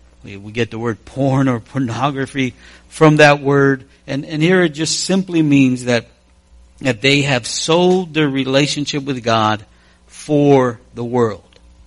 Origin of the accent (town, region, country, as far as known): United States